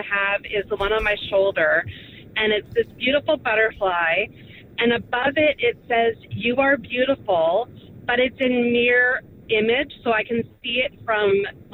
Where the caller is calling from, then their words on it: Cochrane, Alberta, Canada; calling from Cochrane.